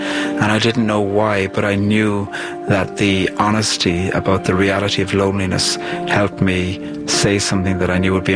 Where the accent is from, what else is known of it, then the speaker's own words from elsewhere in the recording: Ireland; I'm a poet from Ireland.